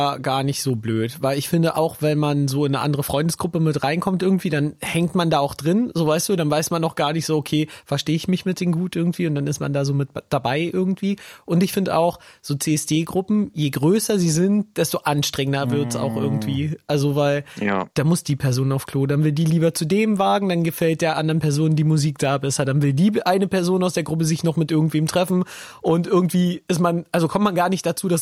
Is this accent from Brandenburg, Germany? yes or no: yes; Potsdam, Brandenburg, Germany; weil bei uns in Potsdam war es ja eher so, auch so klein und kuschelig, ne?